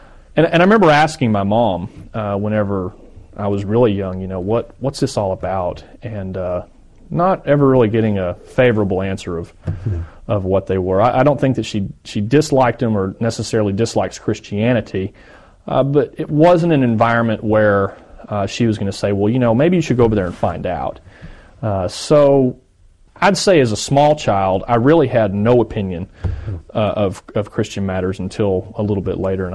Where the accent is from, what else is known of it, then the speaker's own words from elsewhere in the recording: Arkansas, United States; grew up in an area where the Catholic Church was not a very prominent church. I grew up in Northwest Arkansas.